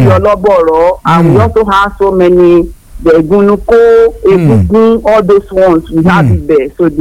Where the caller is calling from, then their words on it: Abeokuta, Ogun, Nigeria; I am from Abeokuta